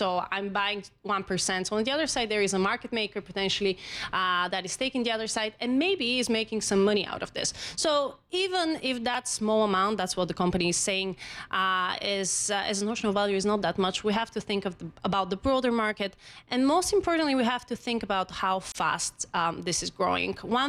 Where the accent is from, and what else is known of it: Bulgaria